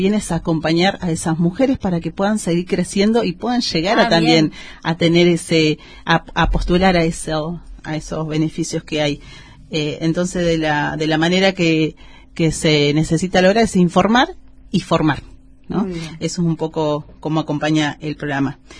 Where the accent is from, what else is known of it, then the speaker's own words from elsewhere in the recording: Chubut, Argentina; Venimos de la zona del Valle. Algunos somos de Trelew, otros somos de Rawson.